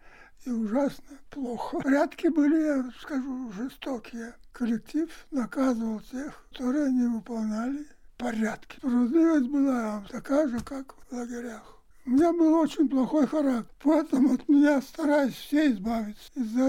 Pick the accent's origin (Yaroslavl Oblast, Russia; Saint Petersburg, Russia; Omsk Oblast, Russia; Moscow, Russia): Yaroslavl Oblast, Russia; Zaozerye; born there; also born or lived in Uglich, Yaroslavl Oblast / Ivanovo; now in Komi Republic, Russia; Но потом жил там до 7 лет. Родители у меня исчезли, и нас передали в детский дом в Заозерье.